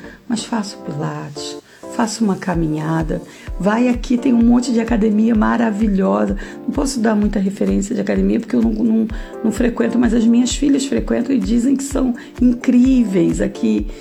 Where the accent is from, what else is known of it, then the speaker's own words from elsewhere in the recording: Brazil; a gente é brasileiro